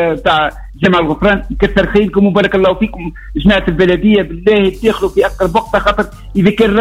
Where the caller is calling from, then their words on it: Tunisia; بلادنا تونس